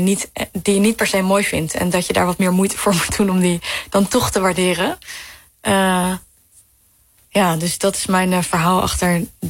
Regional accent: Arnhem, Gelderland, Netherlands; Ik kom zelf uit Arnhem, dus het is een beeld uit mijn jeugd.

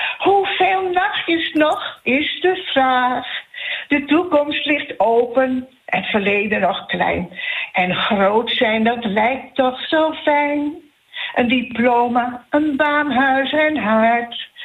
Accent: North Holland, Netherlands; Je weet, ik kom zelf ook uit de Zaanstreek. En daar hebben we toch een beetje een band.

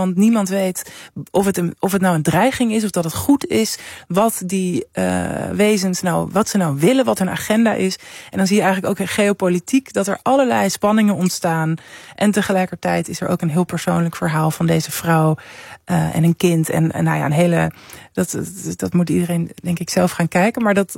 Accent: Amsterdam, North Holland, Netherlands; ik ben opgegroeid in Centrum Amsterdam en ik heb, ik zat ook op een basisschool, een beetje in de grachtengordel.

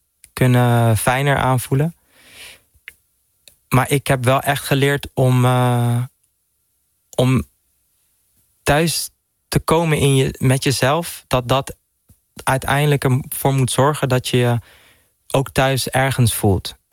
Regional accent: Netherlands; Als ik daar ben, ik ben echt een Nederlander.

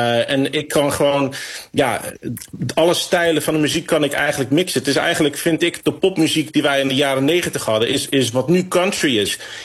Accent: Rotterdam, South Holland, Netherlands; Ja, ik ben een Rotterdammer

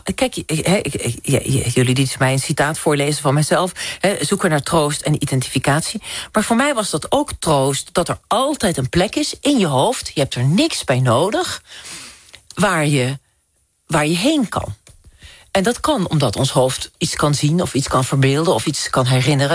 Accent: Drenthe, Netherlands; ik kom uit Drenthe

